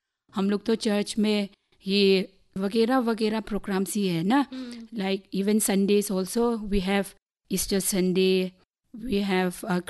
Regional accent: Assam, India; now in Haflong, India; मैं मुलहे गांव से हूँ और मैं चार भाई बहनों में सबसे बड़ी, मतलब सबसे एल्डेस्ट।

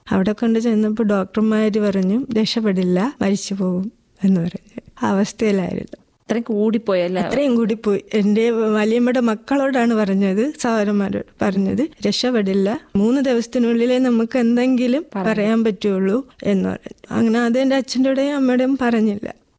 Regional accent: Attingal, Kerala, India; സ്വദേശം ആറ്റിങ്ങൽ. ബഹാം ചെയ്തുകൊണ്ട് വന്നത് പെരുക്കട.

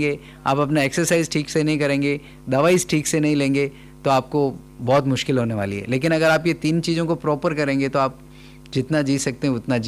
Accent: Rajasthan, India

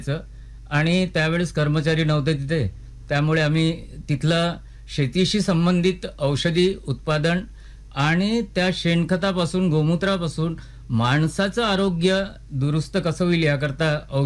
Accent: Maharashtra, India; माझं गाव रामटेक तालुक्यामध्ये एक छोटंसं मौदी नावाचं आहे. तोतलाडो पेच प्रकल्प अंतर्गत हे गाव समाविष्ट आहे. या गावात माझा जन्म झाला

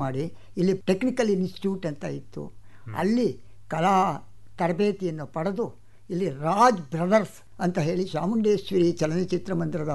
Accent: Kanagal, Karnataka, India; ನಮ್ಮದು ದೊಡ್ಡದು ನಾಡೆ ಹೆಂಚಿನ ಮನೆ ಕಣಗಾಲ್ನಲ್ಲಿ. ಆ ನಾಡೆ ಹೆಂಚಿನ ಮನೆಯಲ್ಲಿ ನಾವೆಲ್ಲ ಹುಟ್ಟಿದವರು.

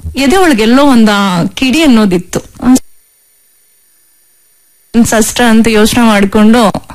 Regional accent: Bengaluru, Karnataka, India; ನಾನ್ ಹುಟ್ಟಿ ಬೆಳೆದಿದ್ದು ಮೂಲತಃ ಬೆಂಗಳೂರು. ನಮ್ ಸ್ವಂತ ಊರು ಬಂದು ಶಿರಾ ತಾಲೂಕಿನ ದ್ವಾರಾಳು ಅನ್ನೋ ಒಂದು ಗ್ರಾಮ.

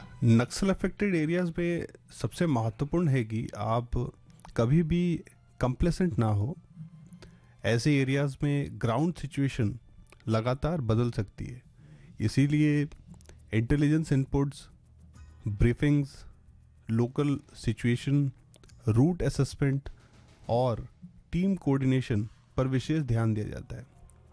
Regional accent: Jamshedpur, Jharkhand, India; जी मैं जमशेदपुर झारखंड का निवासी हूँ। मैंने अपने प्रारंभिक जीवन की बात करूँ तो मेरा बचपन एक सामान्य मध्यम वर्गीय पारिवारिक परिवेश में बीता है।

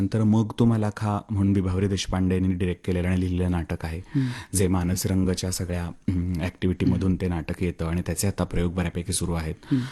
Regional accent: Shirwal, Maharashtra, India; या सगळ्यामध्ये बालपण माझं, 10वीपर्यंत शिक्षण माझं शिरवळला झालेलं आहे.

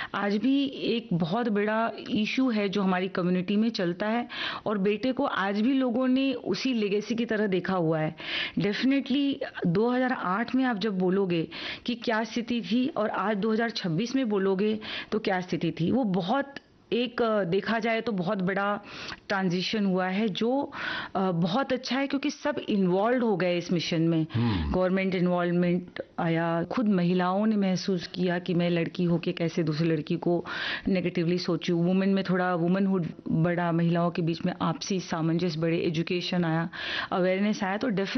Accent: Uttar Pradesh, India; क्योंकि हम उत्तर प्रदेश से हैं

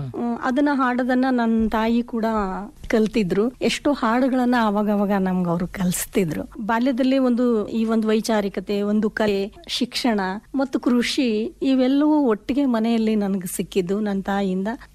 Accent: Malagana, Karnataka, India; born or raised there; also born or lived in Agasabal / Dawalagi area (family village)

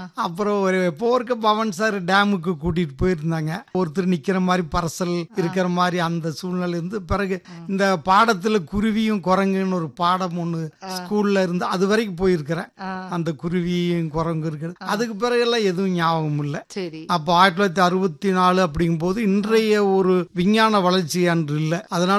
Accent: Ramapuram, Tamil Nadu, India; என்னுடைய சொந்த ஊர் வந்து சத்தியமங்கலத்து பக்கத்துல ராமாபுரம் அப்படிங்கிற ஒரு கிராமம். அப்புறம் அங்கதான் வந்து நான் ஒரு 7 வயது வரைக்கும் நல்ல பார்வை தெரிஞ்சு அங்கதான் படிச்சுட்டு.

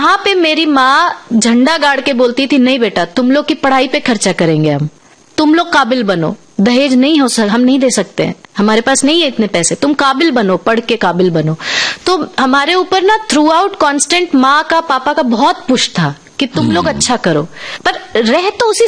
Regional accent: Bihar, India; अरे भाई हम बिहार से हैं तो हम अंग्रेजी में भी बात कर सकते हैं।

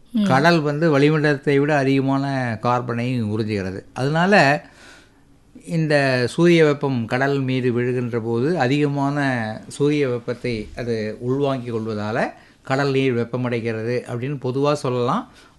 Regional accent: Chennai, Tamil Nadu, India; நான் அடிப்படையில் சென்னையை சேர்ந்தவன்

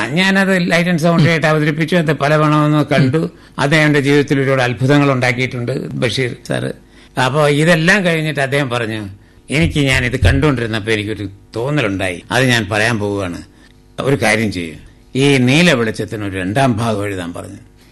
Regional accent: Kerala, India; ഒരു തമിഴ് കുടുംബത്തിൽ ജനിച്ച് ഞാൻ മലയാളിയായി വളർന്നതും.

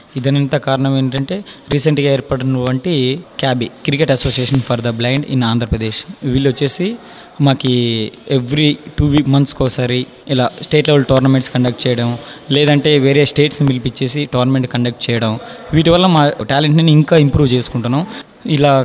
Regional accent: Gangapuram, Andhra Pradesh, India; moved away as an adult; also born or lived in Kadiri; now in Bengaluru, India; మా ఊరు వచ్చేసి కదిరి దగ్గర గంగాపురం అనే విలేజ్, సత్యసాయి డిస్టిక్.

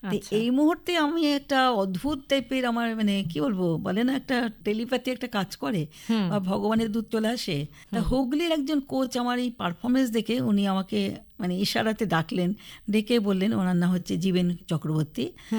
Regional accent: West Bengal, India; আমরা উত্তরবঙ্গের ছেলেমেয়েরা

